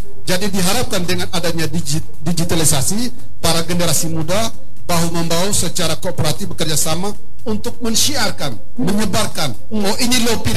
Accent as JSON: {"language": "Indonesian", "country": "Indonesia", "tie": "born or raised there", "said": "di Desa Manulondo, kampung saya tercinta."}